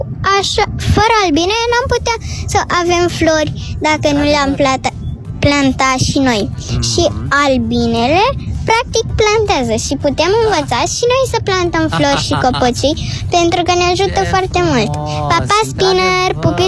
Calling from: Bucharest, Romania; Am 8 ani și 8 luni, da, și sunt din București.

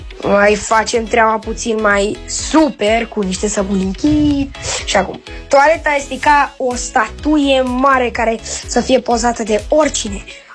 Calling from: Bucharest, Romania; din București și am 10 ani

